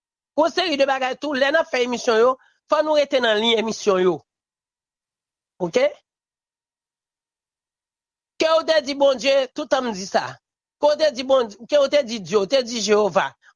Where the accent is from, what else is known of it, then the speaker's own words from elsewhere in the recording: Haiti; moi-même, je sens que je suis frustré en tant que haïtien